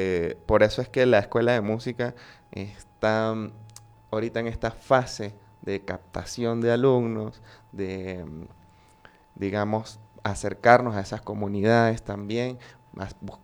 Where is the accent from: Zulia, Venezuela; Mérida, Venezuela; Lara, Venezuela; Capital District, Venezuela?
Mérida, Venezuela; Somos una ciudad muy cultural, y yo creo que esto en gran parte al gran nivel académico que tenemos aquí en nuestra región, y también en esa necesidad que hemos tenido, que siempre como andinos, de llevar la punta de la lanza en cuanto a cultura.